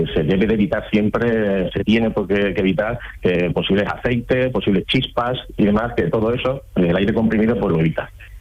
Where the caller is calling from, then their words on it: Mairena del Aljarafe, Andalusia, Spain; Pues mira, en Sevilla, concretamente en Mairena del Aljarafe.